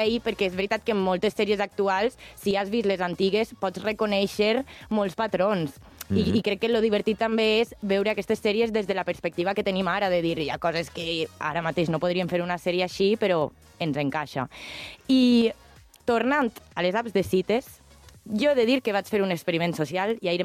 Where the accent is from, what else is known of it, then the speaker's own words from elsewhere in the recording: Valencia, Valencian Community, Spain; Jo que sóc de València, la ruta del bacalao